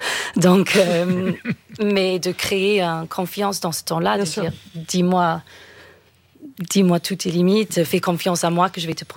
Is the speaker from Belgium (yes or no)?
no; United Kingdom; French is a second language; now in France; Moi, je ne sais pas si vous avez entendu mon petit accent. Je suis britannique à la base.